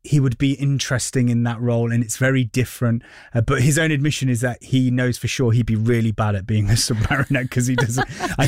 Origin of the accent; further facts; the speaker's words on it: Ireland; and also I'm an Irishman, and I was in the Royal Irish Regiment